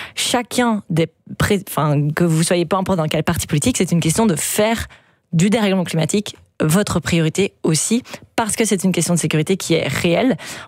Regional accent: Belgium; en tant que Belges, aujourd'hui, citoyens inquiets

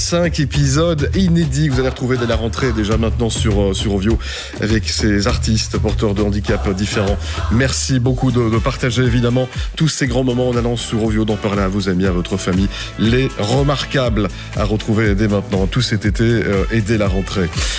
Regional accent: Belgium; on était excités avec ma femme qui est espagnole, qui me charriait, moi en tant que belge.

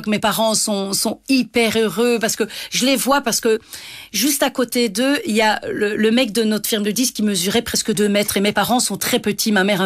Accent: Liège, Wallonia, Belgium; On vient de Liège, on est dans une petite ville.

